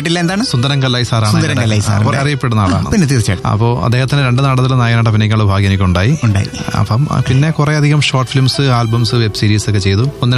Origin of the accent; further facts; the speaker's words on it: Kollam, Kerala, India; Kollam Kadavoor Kurippuzha.